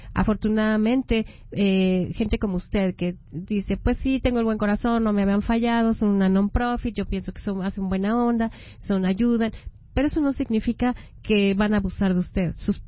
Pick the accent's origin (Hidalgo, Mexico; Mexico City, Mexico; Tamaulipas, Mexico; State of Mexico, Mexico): Mexico City, Mexico; moved away; Yo soy de la Ciudad de México y como vengo de Chilanga